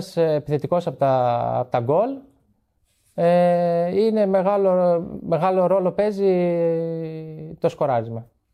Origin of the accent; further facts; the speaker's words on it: Trikala, Central Macedonia, Greece; Τρίκαλα Μαθίας.